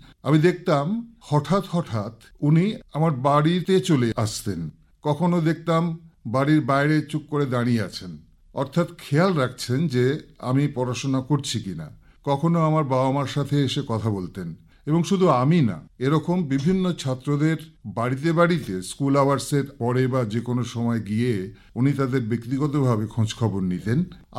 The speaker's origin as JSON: {"language": "Bangla", "town": "Siliguri", "region": "West Bengal", "country": "India", "tie": "born or raised there", "said": "আমি এই শহর শিলিগুড়ির ভূমিপুত্র, অর্থাৎ এই শিলিগুড়ির মাটিতেই আমার জন্ম। 1958 সালের 21 জুন।"}